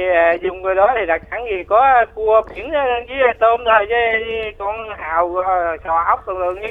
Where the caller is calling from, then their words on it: Bac Lieu, Cà Mau, Vietnam; đến từ phường Bạc Liêu của tỉnh Cà Mau nữa